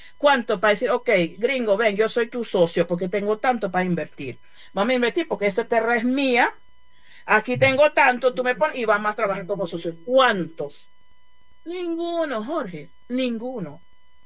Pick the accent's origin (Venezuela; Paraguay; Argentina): Venezuela; Porque una cosa es estar preparado para trabajar en empresas petroleras, porque ya es algo como tradicional que somos un país petrolero